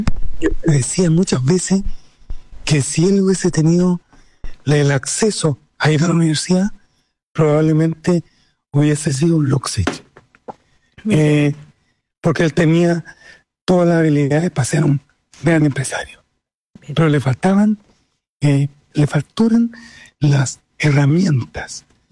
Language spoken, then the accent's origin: Spanish; Osorno, Los Lagos, Chile; yo nací en Osorno hace ya hartos años, tengo 59.